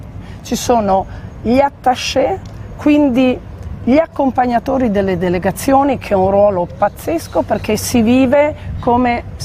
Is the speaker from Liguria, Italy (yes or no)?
yes; Imperia, Liguria, Italy; Io sono di Imperia.